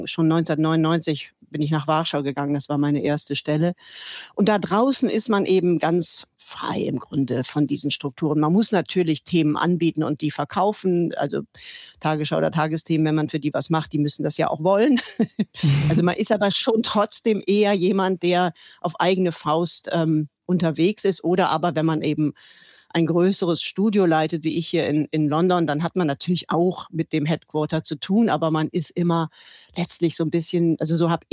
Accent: Germany; moved away as an adult; now in United Kingdom; Also ich fühle mich weder eigentlich als Deutsche noch als Britin, obwohl ich seit letztem Sommer den britischen Pass habe.

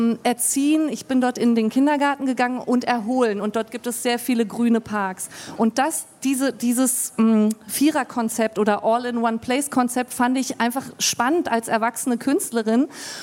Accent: Berlin, Germany; als eine von drei Töchtern meiner türkischen Eltern, also meine Eltern sind türkische Einwanderer, wir sind in Siemensstadt aufgewachsen

